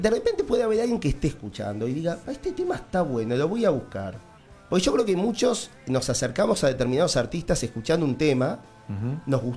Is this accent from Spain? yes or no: no; Montevideo, Uruguay; yo soy de Montevideo